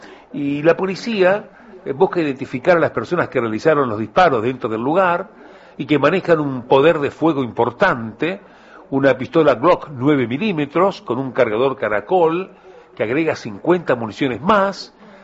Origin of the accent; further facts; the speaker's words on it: Uruguay; A mí me preocupa mucho como uruguayo, como ciudadano, como gente que vive en este país